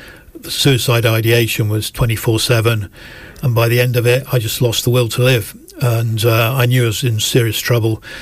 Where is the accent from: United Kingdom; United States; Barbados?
United Kingdom; Scotland; born there; also born or lived in North of England; now in London, United Kingdom; So home is in London, but I was born in Scotland, and I lived for quite a long time in the north of England.